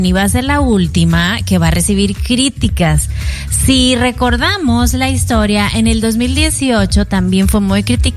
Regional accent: Mexico; Yo, como mexicana

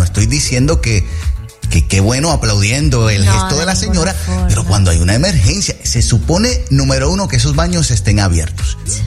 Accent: Puerto Rico; moved away; yo soy boricua y viví gran parte de mi vida en Puerto Rico.

